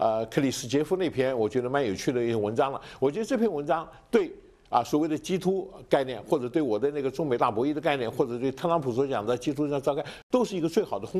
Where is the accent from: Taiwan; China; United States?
China